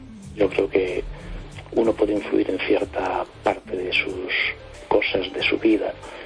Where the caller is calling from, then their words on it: A Coruña, Galicia, Spain; de Coruña.